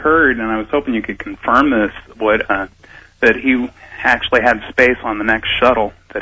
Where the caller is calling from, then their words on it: Chico, California, United States; in Chico.